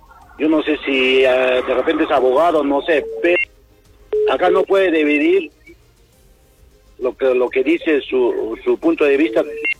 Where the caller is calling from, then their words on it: Arequipa, Peru; Yo soy de margen derecha.